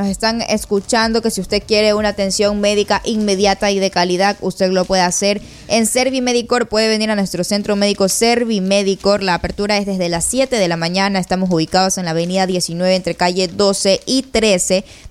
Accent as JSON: {"language": "Spanish", "town": "Sasay", "region": "Ayacucho", "country": "Peru", "tie": "born or raised there", "said": "es vía Ayacucho, ahí va la otra, coge a Sasay. Sasay afuera, Sasay en medio y Sasay adentro. Ahí mi pueblito."}